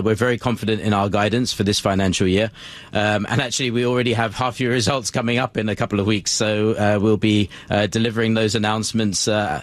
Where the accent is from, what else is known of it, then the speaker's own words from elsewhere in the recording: London, United Kingdom; Look, I'm from London. I'm very biased towards saying London is a great city.